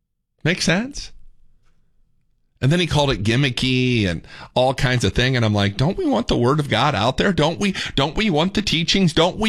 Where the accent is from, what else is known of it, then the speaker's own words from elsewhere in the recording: Indiana, United States; now in Texas, United States; I moved down here from Indiana. Y'all know I'm a Yankee. They have basements up north.